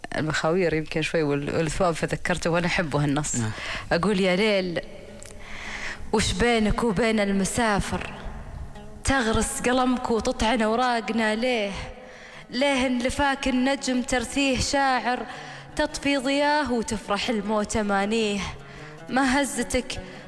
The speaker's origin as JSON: {"language": "Arabic", "country": "Jordan", "moved": "yes", "lives_now": "United Arab Emirates", "said": "لاني انا شاعره اردنيه مغتربه عايشه في الامارات ومنذ نعومه اظافري ففي عندي حنين غير مبرر للبلدين."}